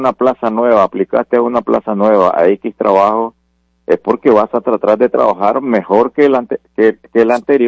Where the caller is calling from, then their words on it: Nicaragua; Ortega, en mi país, 40 años en el poder casi.